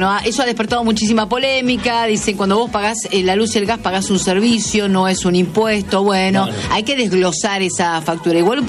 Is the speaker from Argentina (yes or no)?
yes; Argentina; cuando viajo me siento más argentina que nunca.